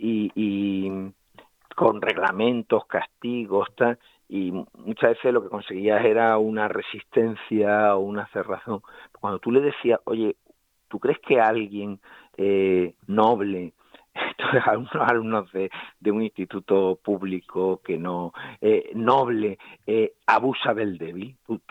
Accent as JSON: {"language": "Spanish", "town": "El Puerto de Santa María", "region": "Andalusia", "country": "Spain", "tie": "born or raised there", "said": "que era un abogado cultísimo de mi pueblo, que es el Puerto de Santa María"}